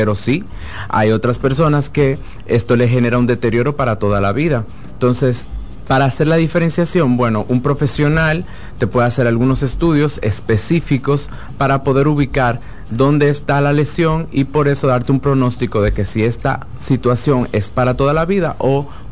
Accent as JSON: {"language": "Spanish", "region": "Cibao", "country": "Dominican Republic", "said": "yo soy del Cibao"}